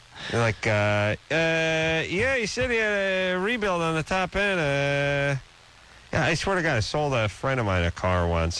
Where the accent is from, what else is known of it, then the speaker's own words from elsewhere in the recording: Los Angeles, California, United States; I come from North Hollywood. North Hollywood sucks. It's no source of pride.